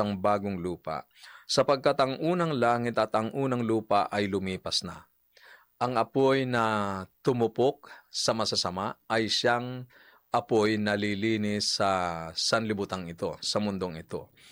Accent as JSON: {"language": "Tagalog", "area": "Quezon", "region": "Calabarzon", "country": "Philippines", "said": "Ako po ay taga Quezon at doon sa amin ay uso ang lambanog."}